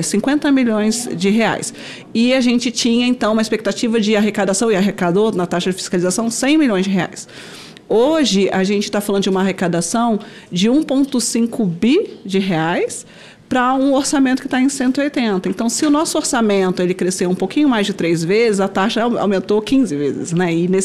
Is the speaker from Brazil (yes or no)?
yes; Brazil; enquanto brasileiros, a gente pode se orgulhar do que são hoje esses setores muito mais pujantes do que a gente sequer imaginava